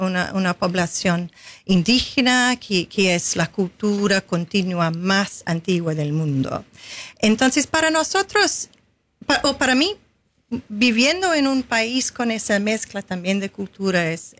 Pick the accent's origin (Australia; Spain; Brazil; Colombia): Australia; Sydney, New South Wales; Spanish is a second language; also born or lived in South Australia; Bueno, yo nací en Sydney y yo viví en Sydney hasta a los 11 años. Después mi familia sí trasladé al sur, South Australia.